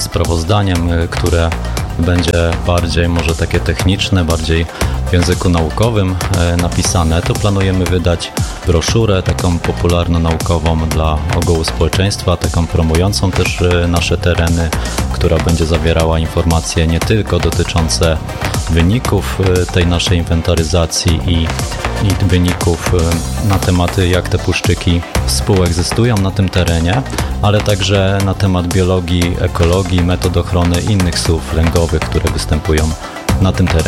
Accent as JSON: {"language": "Polish", "town": "Przemyśl", "region": "Subcarpathian Voivodeship", "country": "Poland", "said": "w mieście u nas w Przemyślu"}